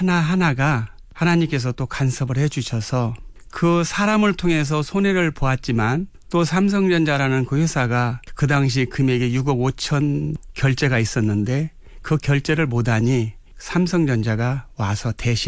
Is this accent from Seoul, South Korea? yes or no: no; Gimje, North Jeolla, South Korea; 전라북도 김제가 고향인데요.